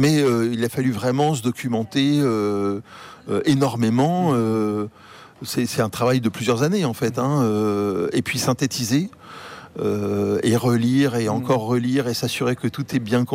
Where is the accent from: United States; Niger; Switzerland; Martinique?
Martinique; moi j'ai grandi à la Martinique et j'y retourne régulièrement, et je vois à la Martinique en ce moment il y a un problème majeur.